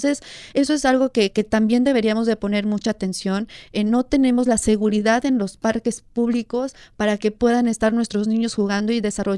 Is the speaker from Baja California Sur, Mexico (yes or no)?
yes; La Paz, Baja California Sur, Mexico; yo me acuerdo cuando era chiquita, yo vivía en La Paz, Baja California Sur, casi toda mi niñez